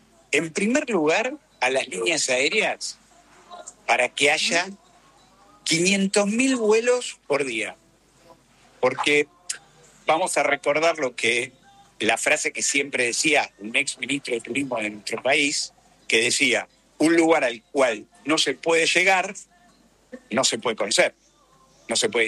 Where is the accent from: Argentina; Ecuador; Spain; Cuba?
Argentina